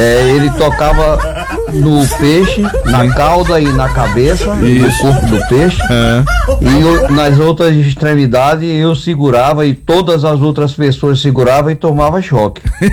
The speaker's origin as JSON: {"language": "Portuguese", "town": "Sumé", "region": "Paraíba", "country": "Brazil", "tie": "born or raised there", "moved": "yes", "lives_now": "João Pessoa, Brazil", "said": "No meu tempo de criança, na cidade de Sumé, no interior da Paraíba."}